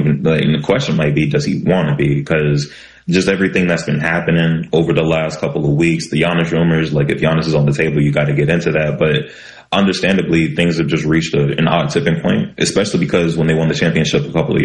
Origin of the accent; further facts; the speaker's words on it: California, United States; born there; But yeah, I was born in California, actually.